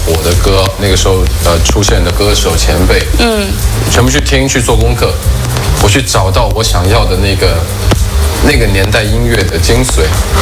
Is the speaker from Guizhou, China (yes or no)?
yes; Guizhou, China; also born or lived in Guangxi; 然后我本身是一个贵州人，然后在广西读了书之后去北京工作